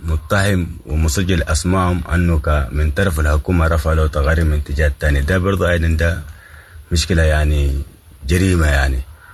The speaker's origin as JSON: {"language": "Arabic", "country": "Sudan", "said": "نحن سودانيين وأفارقة"}